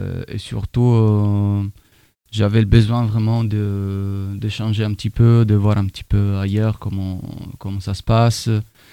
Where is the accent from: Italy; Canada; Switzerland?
Italy; Cagliari, Sardinia; French is a second language; moved away as an adult; now in Paris, France; moi je viens de Cagliari, du coup de Sardaigne, et en fait je suis là depuis 4 ans à peu près, et je suis venu en France